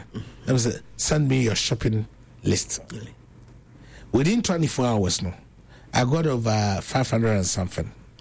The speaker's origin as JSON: {"language": "English", "country": "Ghana", "said": "I'm Ghanaian. I say, but are you also Ghanaian? I say, I'm a Ghanaian."}